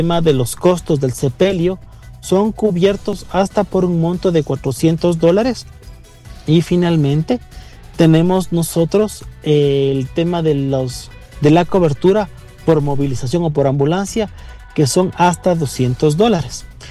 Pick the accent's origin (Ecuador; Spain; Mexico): Ecuador; por qué tenemos como ecuatorianos o como actores viales estas protecciones.